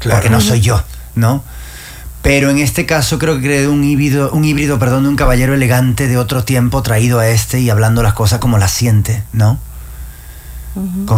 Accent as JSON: {"language": "Spanish", "country": "Spain", "moved": "yes", "said": "para mí como español"}